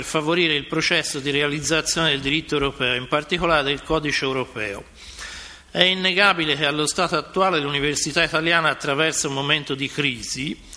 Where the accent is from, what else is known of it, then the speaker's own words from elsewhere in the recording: Florence, Tuscany, Italy; in quanto fiorentino